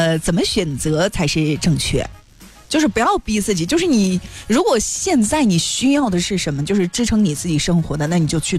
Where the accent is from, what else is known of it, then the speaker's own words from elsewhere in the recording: Xinjiang, China; 就是你说我们新疆人吃羊腿抓饭哪个不是比盘子长都要滋出来，是不是啊？